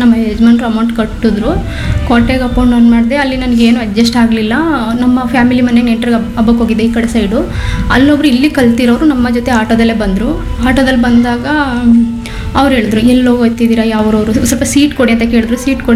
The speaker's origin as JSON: {"language": "Kannada", "town": "Bannikuppe", "region": "Karnataka", "country": "India", "tie": "born or raised there", "said": "Bannikuppe."}